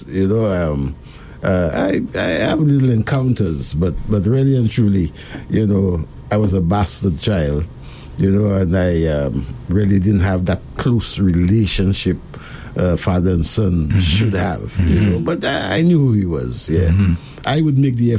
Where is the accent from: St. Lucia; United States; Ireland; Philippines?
St. Lucia; born there; also born or lived in New Village / Le Cléry; I'm from everywhere, you know, and that's the beauty of me being me. I mean, I grew up in the La Pensée area. I moved to the New Village area. Then I spent time in Le Cléry.